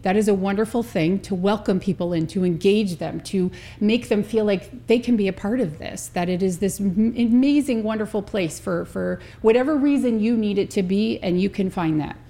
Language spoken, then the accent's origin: English; Massachusetts, United States; I grew up in the Berkshires and I didn't come to Tanglewood until I started working here in high school.